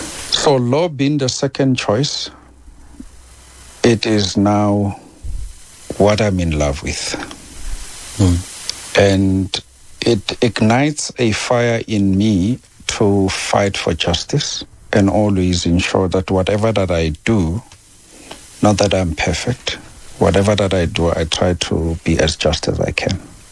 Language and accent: English; Free State, South Africa; also born or lived in Thaba Nchu / Bothaville / Senekal; I was born in the Free State, in a place called Tabanchu at Moroka Hospital. And from there we moved to Botterville, which is a farming on the farms of Botterville in the Free State. From there we moved to Senegal.